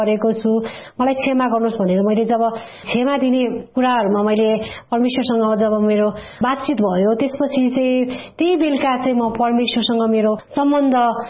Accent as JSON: {"language": "Nepali", "area": "Sindhuli", "region": "Bagmati", "country": "Nepal", "tie": "born or raised there", "moved": "yes", "said": "मेरो घर चाहिँ सिन्धुली हो र हाल चाहिँ म यहाँ सागा छेउमा बस्छु"}